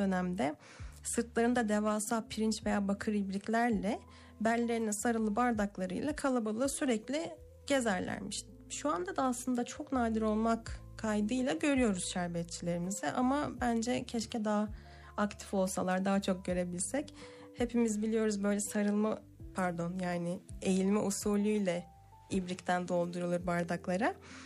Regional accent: Bursa, Turkey; Bursa'da doğup büyüdüm bu arada.

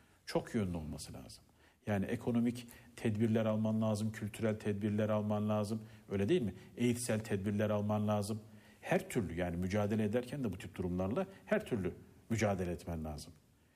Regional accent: Anatolia, Turkey; moved away; ben mümkün mertebe bayramlarımı yani pek istisnası da yoktur. Anadolu'da kendi memleketimde geçiririm.

